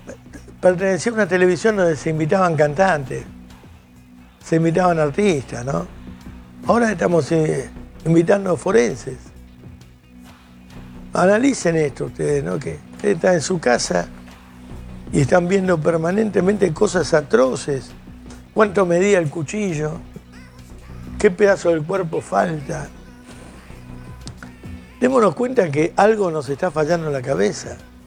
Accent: Argentina

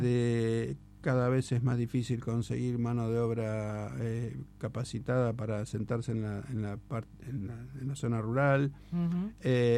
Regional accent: Argentina; el problema que tenemos como argentinos

